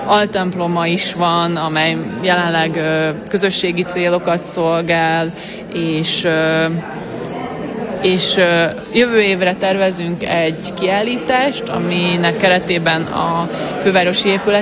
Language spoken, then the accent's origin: Hungarian; Šamorín, Trnava Region, Slovakia; Én somorjai vagyok, Pozsony mellől